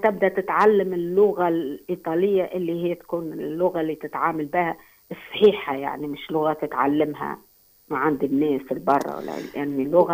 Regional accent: Takelsa, Nabeul Governorate, Tunisia; moved away as an adult; also born or lived in Grombalia; now in Italy; باك آداب في تونس، يعني في ليسي جرومباليا يعني ولاية نابل. أنا ريفية الأصل، يعني مولودة في تكلسة ولاية نابل، من جذور بابا كان من ولاية المهدية

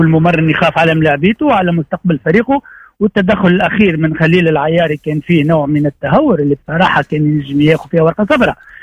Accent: Tunisia; نحب نحكي حاجه معناها كتونسي

